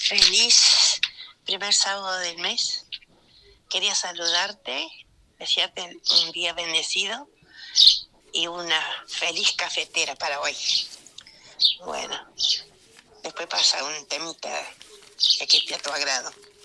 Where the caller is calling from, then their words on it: Villa Mercedes, San Luis, Argentina; del Barrio Criollo